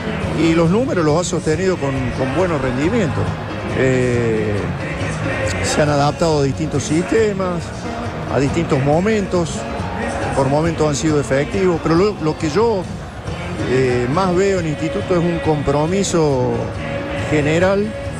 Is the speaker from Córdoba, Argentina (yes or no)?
yes; Córdoba, Argentina; Yo soy de Córdoba.